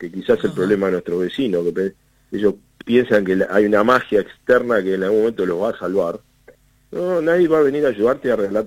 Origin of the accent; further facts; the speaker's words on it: Uruguay; tomar buenas decisiones como uruguayos